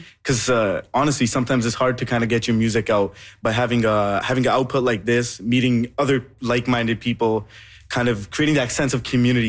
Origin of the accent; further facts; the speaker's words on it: Victoria, British Columbia, Canada; Growing up in Victoria, BC, I'm originally from Victoria